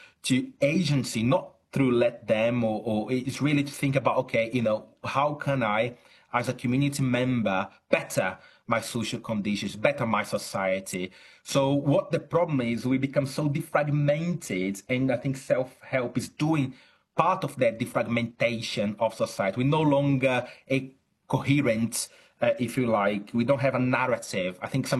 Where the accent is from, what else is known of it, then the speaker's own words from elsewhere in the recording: Brazil; now in Chichester, United Kingdom; Now, I think, you know, I'm originally from Brazil, although I'm academic in at the University of Chichester in the UK. I see a lot of that also in Brazil.